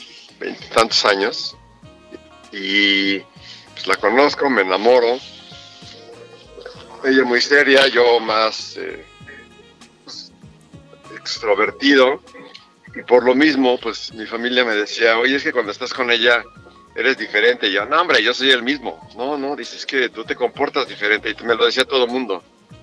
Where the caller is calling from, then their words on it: Mexico City, Mexico; Aquí de la Ciudad de México.